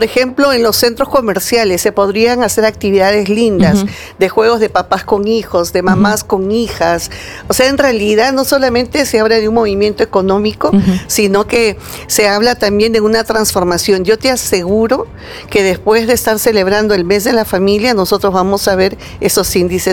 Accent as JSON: {"language": "Spanish", "country": "Peru", "said": "todos somos peruanos"}